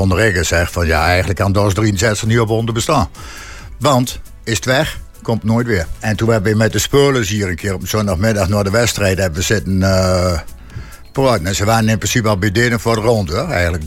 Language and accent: Dutch; Dedemsvaart, Overijssel, Netherlands; Ik kom van de Voort.